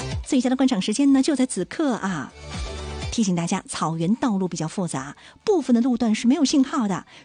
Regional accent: China

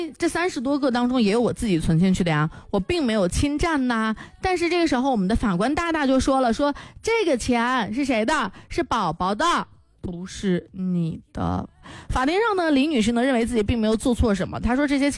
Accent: Linfen, Shanxi, China; accent: Linfen dialect; 我不能说临汾话啊，说临汾话就是范围比较大

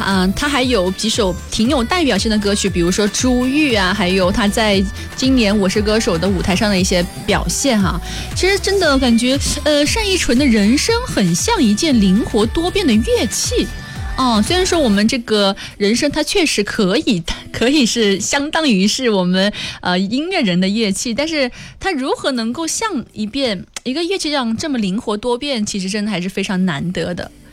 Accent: Guangdong, China; 其实我们广东人还是非常熟悉的一个很经典的童谣，

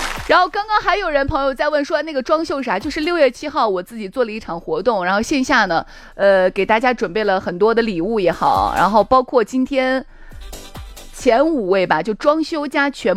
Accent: Chang'an County, Shaanxi, China; 我是长安县的啊，

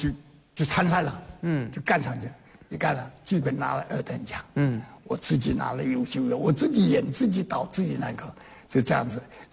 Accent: Fujian, China; 陈多是我们福建人啊

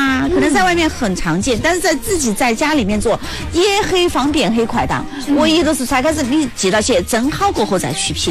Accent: Jiangxi, China; 平时我们江西人还喜欢拿藕来煨汤

